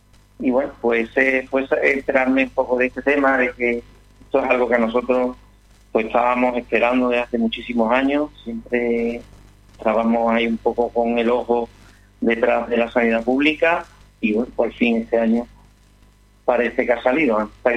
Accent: Seville, Andalusia, Spain; vengo en este caso de Sevilla y, bueno, he hecho un esfuerzo importante por poder estar aquí

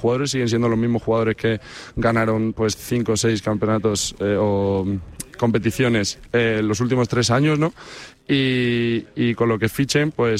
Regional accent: Málaga, Andalusia, Spain; yo soy malagueño, ¿no?

